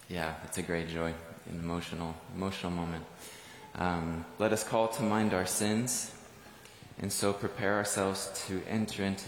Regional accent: Columbus, Ohio, United States; moved away as an adult; now in Philadelphia, United States; I've been recently ordained for the Archdiocese of Philadelphia, but I'm from Columbus here. So it's my first Mass back here at my home parish where I grew up.

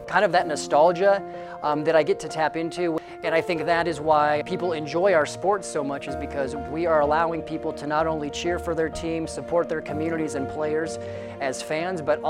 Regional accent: Lincoln, Nebraska, United States; So I grew up in Lincoln, and every once in a while we'll get to cover the Lincoln Northeast Rockets.

